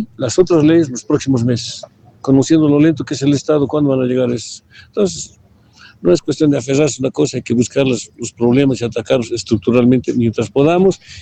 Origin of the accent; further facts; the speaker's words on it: Tarija, Bolivia; No soy oficialista, pero soy boliviano, soy tarijeño, soy patriota